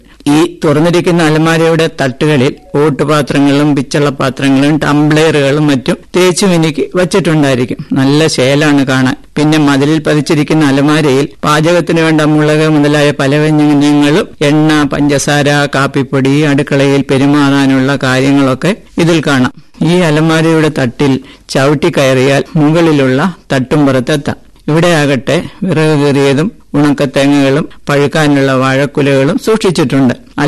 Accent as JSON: {"language": "Malayalam", "town": "Pathanamthitta", "region": "Kerala", "country": "India", "tie": "born or raised there", "said": "ചുട്ടിപ്പാറയെന്ന വലിയ പാറമലയും റോഡും പാലവും ഒക്കെയുള്ള ടൗണിനോട് ചേർന്നുള്ള പത്തനംതിട്ട എന്ന സ്ഥലത്താണ് ഞാൻ ജനിച്ചു വളർന്നത്."}